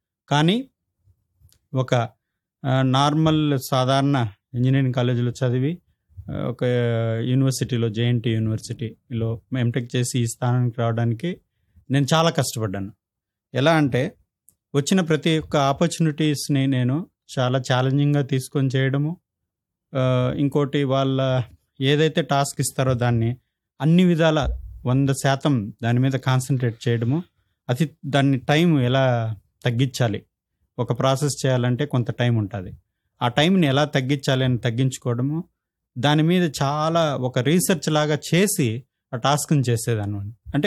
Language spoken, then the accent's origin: Telugu; V. Kota, Andhra Pradesh, India; నేను పుట్టింది వికోట, వెంకటగిరి కోట, చిత్తూరు డిస్టిక్ట్.